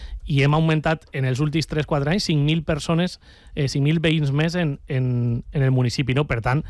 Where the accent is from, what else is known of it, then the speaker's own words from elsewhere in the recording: Vila-real, Valencian Community, Spain; Mira, jo te poso l'exemple del meu poble, de Vila-real.